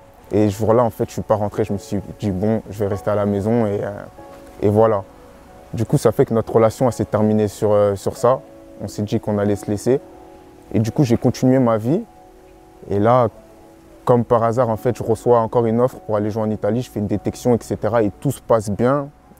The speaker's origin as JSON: {"language": "French", "country": "Togo", "said": "j'ai grandi dans une famille africaine, je suis originaire du Togo et au sein de ma famille, on est trois enfants et il y a mes parents."}